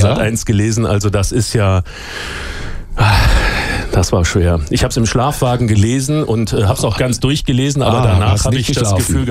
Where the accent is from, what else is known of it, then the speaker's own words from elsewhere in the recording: Austria; now in Zurich, Switzerland; Ich bin Österreicher